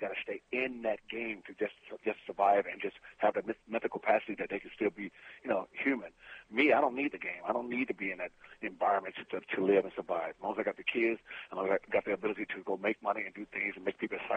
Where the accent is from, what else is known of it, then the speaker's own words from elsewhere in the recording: Dallas, Texas, United States; also born or lived in Oklahoma; I came from Dallas, Texas. I went to Oklahoma for 3 years, and I'm pretty much just a down-home country boy